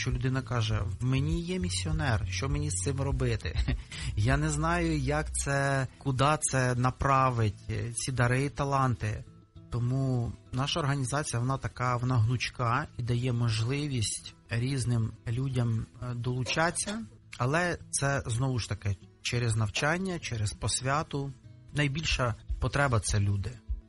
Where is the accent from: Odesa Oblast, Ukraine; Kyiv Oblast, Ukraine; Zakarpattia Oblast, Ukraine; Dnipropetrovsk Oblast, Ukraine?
Kyiv Oblast, Ukraine; Bila Tserkva; Я з Білої церкви.